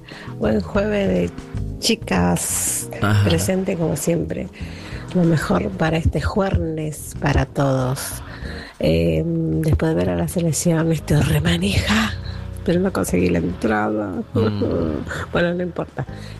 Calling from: Valentín Alsina, Buenos Aires Province, Argentina; de Valentín Alcina.

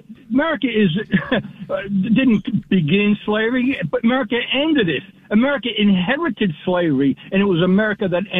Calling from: Lodi, New Jersey, United States; Actually, Paul, I'm calling in from Lodi, New Jersey, which is near Hackensack.

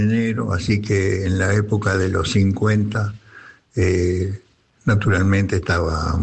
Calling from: Mar del Plata, Buenos Aires Province, Argentina; tengo, sí, 80, así que … de Mar del Plata. Tengo 80 años, recién cumpliditos en enero

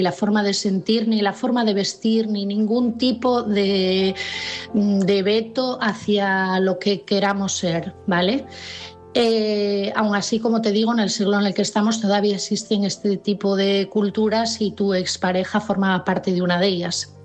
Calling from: Asturias, Spain; de Asturias

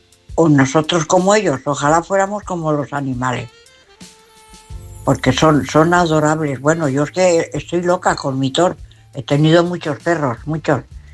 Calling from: Valencia, Valencian Community, Spain

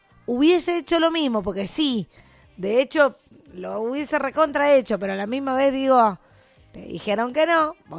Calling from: Argentina; nosotros como somos argentinos

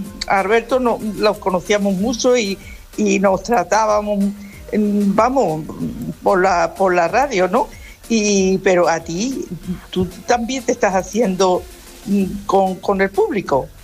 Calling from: Aracena, Andalusia, Spain; de Aracena, Huerva, donde está la Gruta de las Maravillas. Aracena es un pueblo maravilloso, precioso, muy bonito.

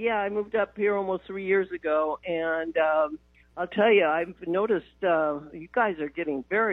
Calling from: Washington, United States; I'm calling from Washington.

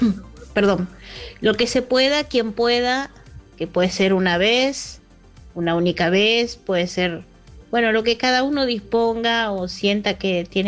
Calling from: Buenos Aires, Argentina; de Caballito.

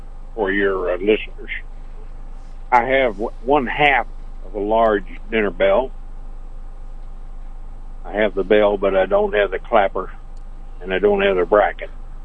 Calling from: Marshall, Missouri, United States; here in Marshall

